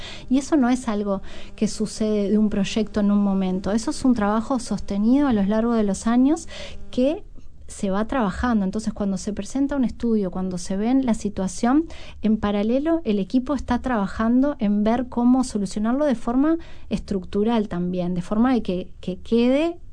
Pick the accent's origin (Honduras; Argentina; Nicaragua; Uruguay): Uruguay; creo que habla bien de lo que somos como uruguayos y como Uruguay también